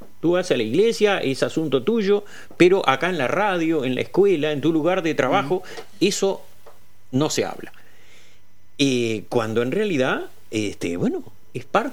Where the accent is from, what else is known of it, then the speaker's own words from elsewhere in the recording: Uruguay; born there; los que estamos acá somos todos uruguayos, todos nacimos en este país y todos nacimos ya en un estado laico